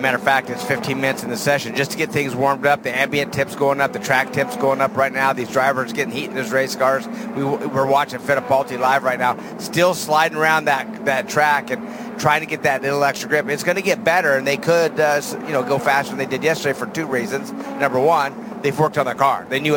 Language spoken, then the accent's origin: English; Idaho, United States; I'm from Idaho, man.